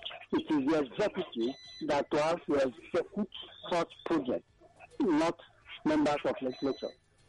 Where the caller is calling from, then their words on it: Lagos, Nigeria; I'm calling from Abaranja in Ikotun.